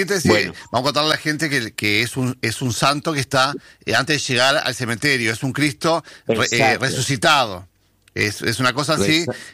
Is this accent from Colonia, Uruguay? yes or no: yes; Juan Lacaze, Colonia, Uruguay; Nací, me crié y vivo en Juan Lacase.